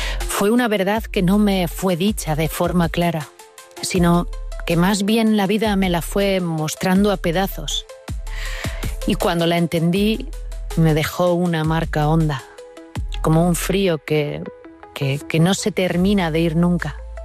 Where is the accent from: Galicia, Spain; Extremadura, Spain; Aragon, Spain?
Galicia, Spain; first language Galician; Elegí el gallego porque era mi verdad, era mi lengua materna, era la lengua que se hablaba en mi tierra